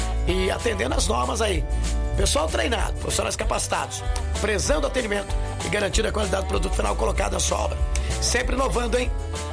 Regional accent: Descalvado, São Paulo, Brazil; Na minha terra querida, amada, inesquecível

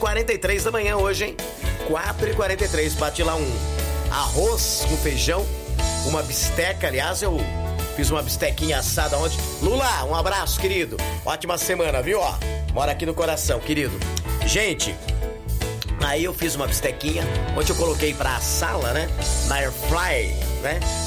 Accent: Descalvado, São Paulo, Brazil; moved away; Descalvado, minha terra querida, inesquecível, amada, onde tudo começou em minha vida

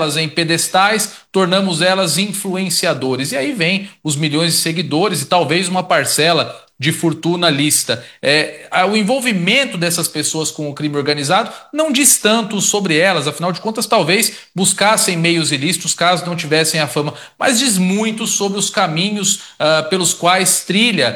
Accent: Brazil; nós, brasileiros

